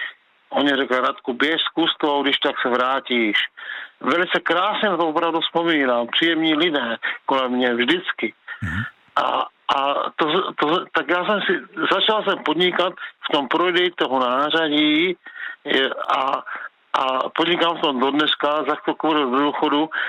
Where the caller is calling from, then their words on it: Uherské Hradiště, Zlín Region, Czechia; já jsem z Uherského Hradiště.